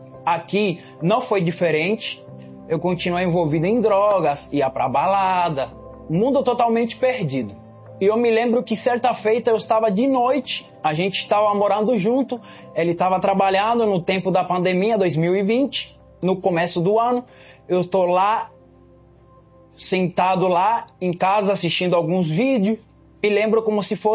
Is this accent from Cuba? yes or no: yes; Cuba; now in Brazil; Eu vim de Cuba, eu sou cubano, nascido em Cuba, então lá é um pouco difícil porque lá a religião é diferente.